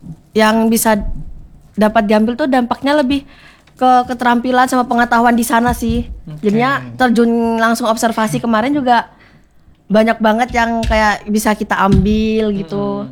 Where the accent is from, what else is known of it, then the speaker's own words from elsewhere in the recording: Java, Indonesia; saya kan orang Jawa.